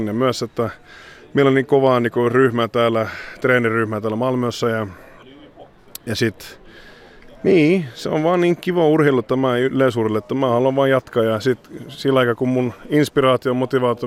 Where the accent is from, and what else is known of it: Sweden; born there